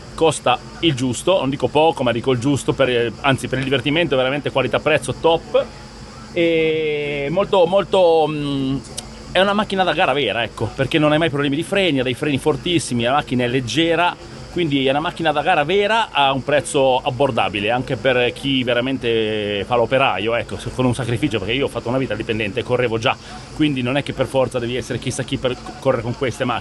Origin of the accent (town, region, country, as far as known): Liguria, Italy